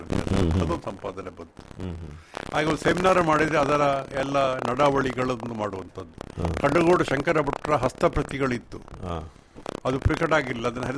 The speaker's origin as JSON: {"language": "Kannada", "town": "Mangaluru", "region": "Karnataka", "country": "India", "said": "ಮಂಗಳೂರಿನವರು ನಾನು ಬಿಟ್ಟರು, ನನ್ನ ಮಂಗಳೂರಿನವರು ನಾನು ಬಿಡುವುದಿಲ್ಲ."}